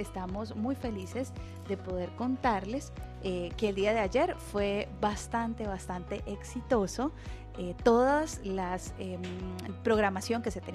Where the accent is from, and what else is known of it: Colombia